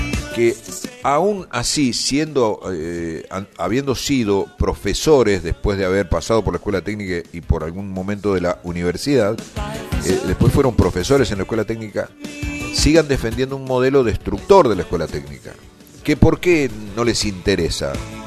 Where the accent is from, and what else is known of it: Argentina